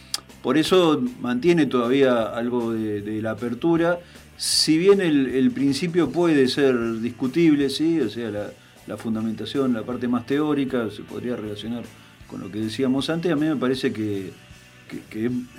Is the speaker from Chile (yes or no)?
no; Bahía Blanca, Buenos Aires Province, Argentina; moved away as an adult; now in Cipolletti, Argentina; En Bahía Blanca. Y originariamente soy de Bahía Blanca.